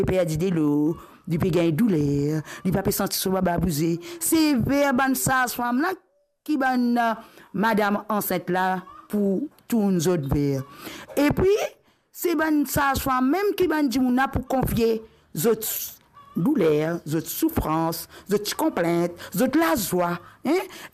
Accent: Rodrigues, Mauritius

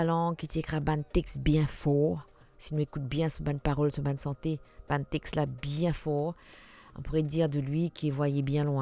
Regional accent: Mauritius; ici chez nous à Maurice.

